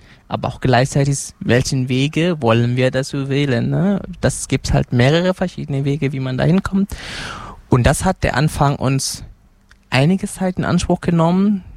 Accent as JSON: {"language": "German", "country": "Senegal", "tie": "born or raised there", "second_language": "German", "lives_now": "Germany"}